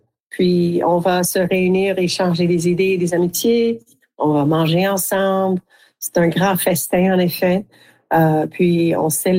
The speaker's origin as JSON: {"language": "French", "region": "Ontario", "country": "Canada", "said": "puis je viens de l'est de l'Ontario et nos produits sont plutôt le bois, le pierre et les vaches."}